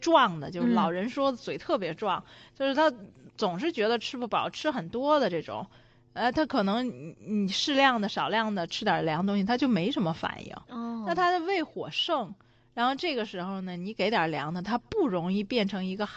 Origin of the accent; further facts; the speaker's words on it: China; 我们中国人